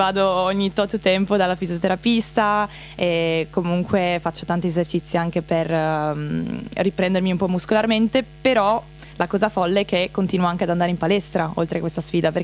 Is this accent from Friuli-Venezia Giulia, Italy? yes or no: yes; Trieste, Friuli-Venezia Giulia, Italy; born there; è un cognome croato, ho i genitori croati, ma io sono nata qua a Trieste e alla fine purtroppo non so il croato, non me l'hanno insegnato